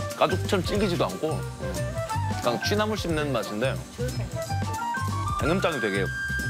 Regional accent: Gyeongsang, South Korea; 저도 경상도인데요.

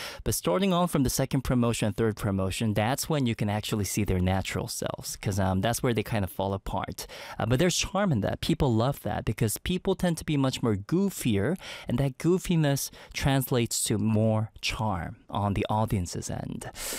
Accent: Seoul, South Korea; you might be placed in Ulsan or something, very far away from my hometown, which is Seoul right now.

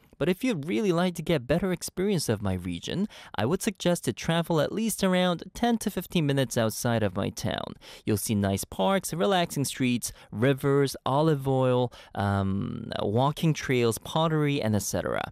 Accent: Montreal, Quebec, Canada; I come from Montreal and we're heavily affected by French culture too.

